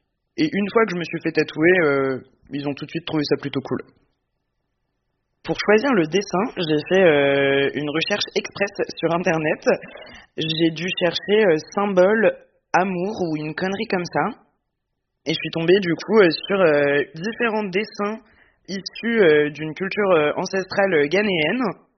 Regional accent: Auvergne-Rhône-Alpes, France; now in Paris, France; j'habite à Paris et j'ai 31 ans. Je viens de Haute-Savoie.

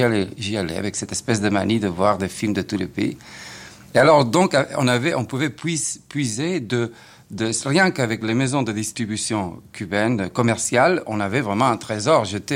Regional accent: Barcelona, Catalonia, Spain; Et j'ai eu le plaisir de retrouver mon vieux cinéma muet que j'avais tellement aimé dans mon enfance à Barcelone.

